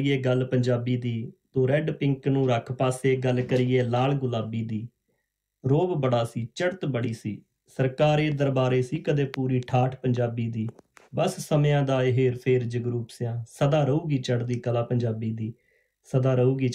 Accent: Kiampur, Punjab, India; moved away as an adult; also born or lived in Ajnala / Amritsar; now in Adelaide, Australia; ਉਸ ਤੋਂ ਬਾਅਦ ਸਾਡੇ ਪਿੰਡ ਸਕੂਲ ਸੀਗਾ ਕਿਆਂਪੁਰ ਸੀਨੀਅਰ ਸੈਕੰਡਰੀ ਸਕੂਲ ਅਜਨਾਲੇ ਦੇ ਵਿੱਚ ਜੀ, ਫਿਰ ਬੁਆਏ ਸਕੂਲ ਅਜਨਾਲਾ ਜੀ, ਉਸ ਤੋਂ ਬਾਅਦ ਖਾਲਸਾ ਕਾਲਜ ਅੰਮ੍ਰਿਤਸਰ, ਫਿਰ ਇੱਥੇ ਆ ਗਏ ਜਿਵੇਂ ਐਡੀਲੇਡ ਆਸਟ੍ਰੇਲੀਆ ਜੀ।

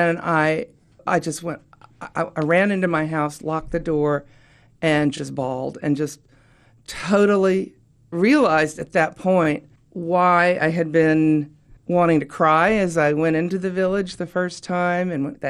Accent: Oak Ridge, Tennessee, United States; the geography part comes from my home where I grew up in East Tennessee. I grew up in Oak Ridge, and then going to Africa

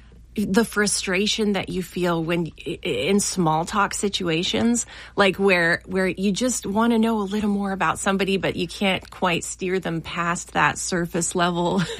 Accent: Cincinnati, Ohio, United States; Well, I grew up in Cincinnati, which, like Columbus, just has so many musicians.

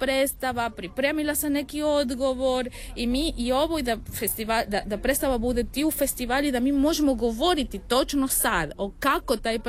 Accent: Serbia; Serbian is a second language; dolazim iz Srbija

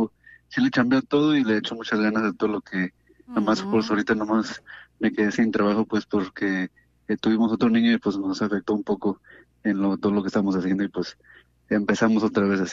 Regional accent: Jalisco, Mexico; now in Santa Ana, United States

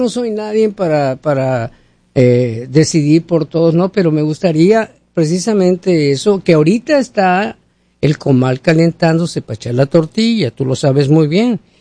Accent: Mexico; now in United States; ¿Qué vamos a hacer nosotros los mexicanos aquí en los Estados Unidos?

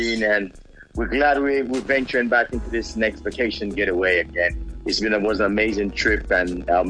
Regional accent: Kingston, Kingston Parish, Jamaica; You know, I grew up in Kingston, but my mom and dad is from St. Mary.

